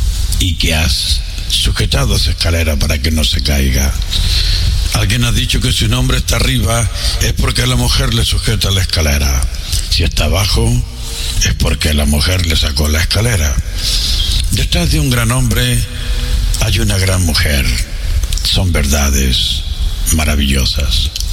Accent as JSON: {"language": "Spanish", "town": "Santiago", "region": "Santiago Metropolitan Region", "country": "Chile", "tie": "born there", "said": "Soy de origen chileno. Nací en Santiago de Chile en 1939."}